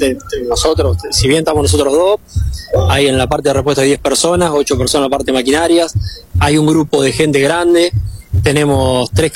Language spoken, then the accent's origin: Spanish; Rufino, Santa Fe, Argentina; Nosotros somos de Rufino